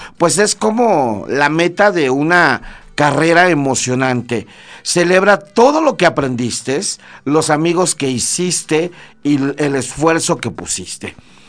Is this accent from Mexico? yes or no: yes; Mexico; como mexicano, pues te emociona